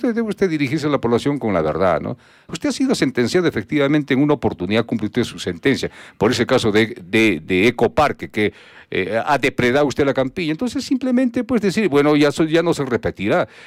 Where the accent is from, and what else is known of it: Arequipa, Peru